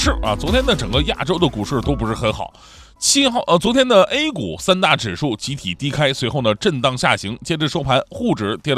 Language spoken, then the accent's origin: Chinese; Northeast China, China; 在内陆城市的时候，尤其作为东北人，是没有见过任何台风的